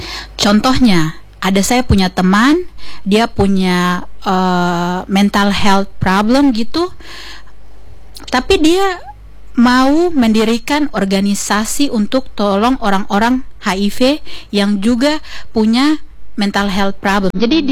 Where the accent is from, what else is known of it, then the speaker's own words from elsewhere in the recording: Papua, Indonesia; saya memutuskan untuk kembali ke Papua begitu.